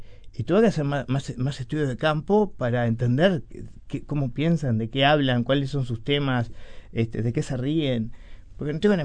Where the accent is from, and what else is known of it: Montevideo, Uruguay; born there